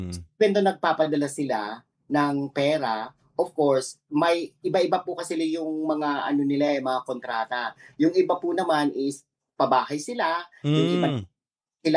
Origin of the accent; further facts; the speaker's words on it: Lemery, Calabarzon, Philippines; Taga Lemery, Batangas po.